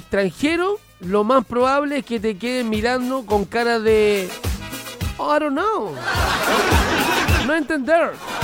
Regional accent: Chile; Hay cinco alimentos que los chilenos comemos a nuestra pinta.

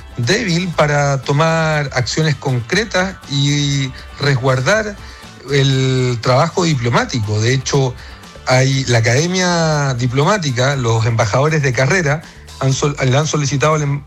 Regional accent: Chile; todos somos chilenas y chilenos

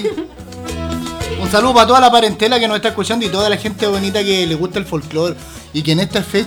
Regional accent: Chile; Es que somos chilenos hasta la nata, dicen.

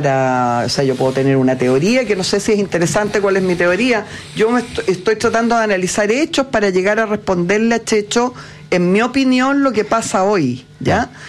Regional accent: Chile

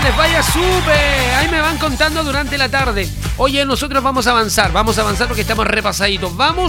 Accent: Chile; Soy chilena, pero... Soy chilena, pero no me gusta el caldillo ni las pantrucas.

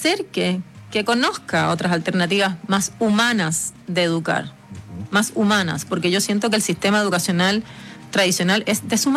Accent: Cuba; now in Chile; Yo soy cubana, cubana y chilena.

